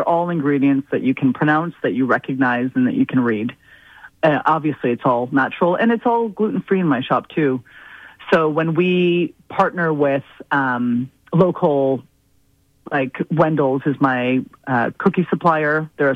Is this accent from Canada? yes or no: yes; Canada; growing up here in Canada